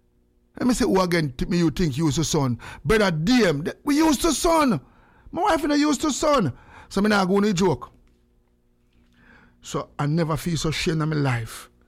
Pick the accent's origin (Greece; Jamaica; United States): Jamaica; We come from Jamaica, and yeah.